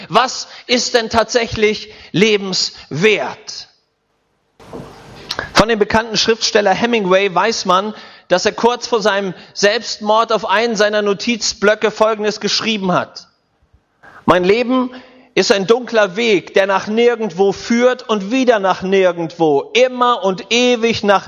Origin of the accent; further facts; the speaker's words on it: Schleswig-Holstein, Germany; Und bei uns in Schleswig-Holstein, da gibt es einen Mann, der hat einen Comic gezeichnet, der heißt Werner.